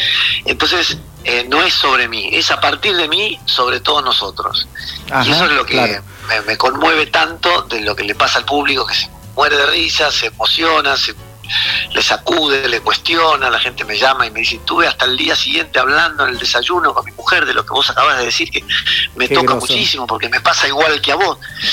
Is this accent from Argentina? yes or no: yes; Argentina; nuestra cultura